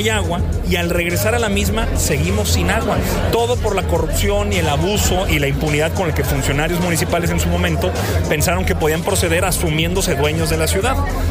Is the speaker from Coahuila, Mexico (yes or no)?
yes; Coahuila, Mexico; Aquí yo tengo mi familia, aquí nací, aquí crecí, aquí me casé, aquí quiero que crezcan mis